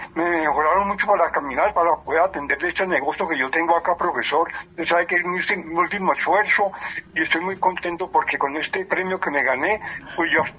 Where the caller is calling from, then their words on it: Tenza, Boyacá, Colombia; De Tenza, profesor.